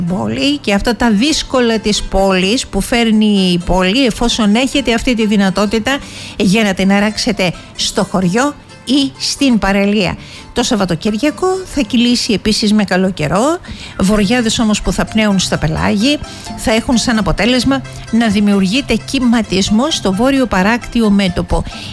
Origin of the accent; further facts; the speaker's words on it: Viannos, Crete, Greece; Μπορεί στη Βιάνο να παίρνει τις πέτρες, που είναι το χωριό μου